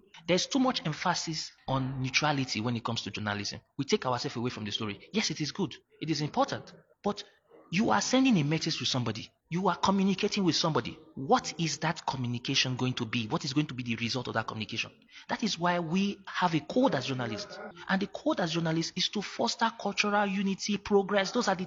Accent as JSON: {"language": "English", "country": "Nigeria", "said": "I'm a Nigerian journalist. I work with Nigeria Info Extra in Lagos, Nigeria."}